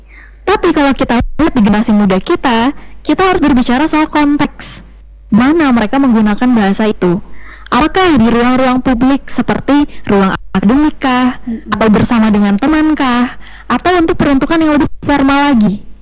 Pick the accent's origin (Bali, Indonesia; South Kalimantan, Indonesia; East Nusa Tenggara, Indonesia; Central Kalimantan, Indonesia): Central Kalimantan, Indonesia; Palangkaraya; Aku tuh lahir di Palangkaraya, asli Kalimantan Tengah.